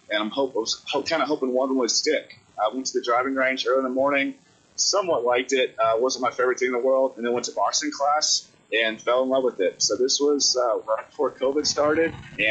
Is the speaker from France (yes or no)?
no; Austin, Texas, United States; moved away as an adult; now in Charleston, United States; I grew up in Austin, Texas. I've been in Charleston for about 7 years.